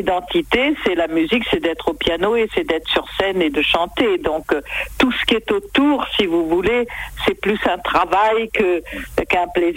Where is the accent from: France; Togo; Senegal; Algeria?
France; Nice, Provence-Alpes-Côte d'Azur; born there; moved away as an adult; also born or lived in Pont-Sainte-Maxence; de 8 à 23 ans, j'ai été à Nice.